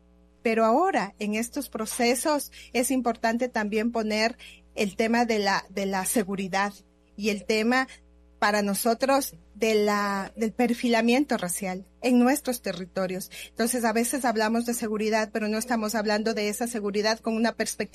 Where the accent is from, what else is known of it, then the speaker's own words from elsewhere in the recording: Ecuador; Yo soy ecuatoriana, entonces pensarnos desde esa visión de construcción de un país intercultural donde los afrodescendientes también somos parte